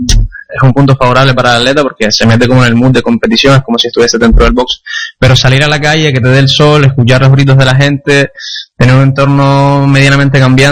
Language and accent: Spanish; Canary Islands, Spain; me incluyo como canario